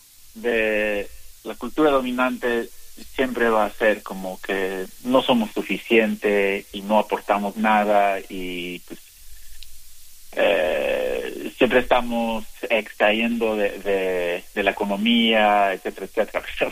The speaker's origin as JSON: {"language": "Spanish", "country": "Mexico", "said": "siendo mexicano, siendo indígena del Valle Central"}